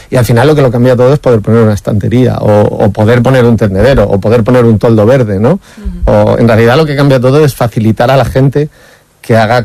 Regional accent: Almería, Andalusia, Spain; mi adolescencia, de mi infancia en Almería, que era incluso casi peor que Madrid, porque era mucho más la periferia de la periferia de la periferia.

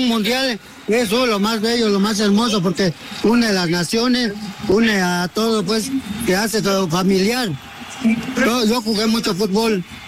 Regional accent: Mexico; Pues como mexicano, que gane México 2-1.

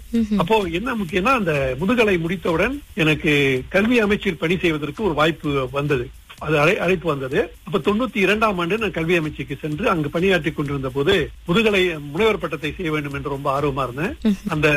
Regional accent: Labis, Johor, Malaysia; moved away as an adult; now in Kuala Lumpur, Malaysia; நான் பிறந்து வளர்ந்தது படித்ததெல்லாம் ஜுகூர் மாநிலம் சாவில் உள்ள ஜுகூர்ல ஆபீஸ் தோட்டம் பிரிவு 4. அத வந்து எங்க ஊர்ல வந்து 12 சொல்லுவோம், ஏன்னா 12 மைல் அது இருக்கு.

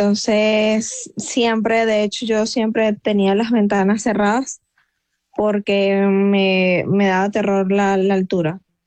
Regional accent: Caracas, Capital District, Venezuela; Yo soy de Caracas, nací en la clínica Loira.

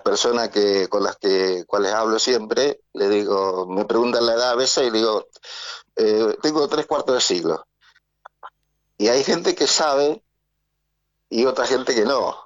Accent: Santo Tomé, Corrientes, Argentina; born there; now in Concordia, Argentina; Yo nací en Santo Tomé Corrientes.

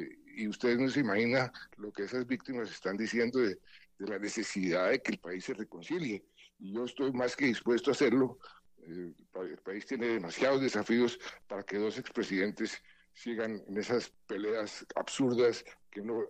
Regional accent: Colombia; eso me da a mí mucha tristeza como colombiano.

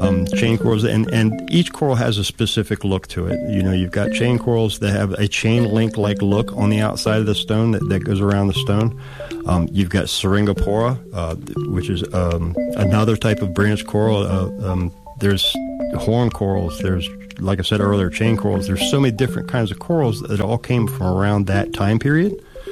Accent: Rockville, Maryland, United States; moved away as an adult; now in Northport, United States

